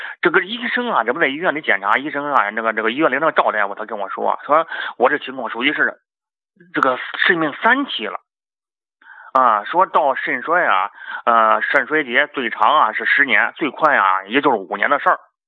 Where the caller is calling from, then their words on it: Shijiazhuang, Hebei, China; 我是河北石家庄的啊，一个新患者，新朋友啊。